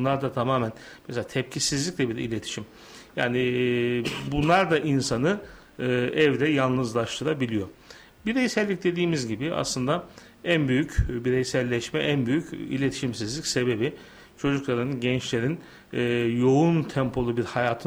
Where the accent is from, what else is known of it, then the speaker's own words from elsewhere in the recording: Nazilli, Aydın, Turkey; Aydın Nazilliyim. Babamızın memur olması sebebiyle Türkiye'nin birçok ilini, ilçesini ziyaret ettik, gezdik.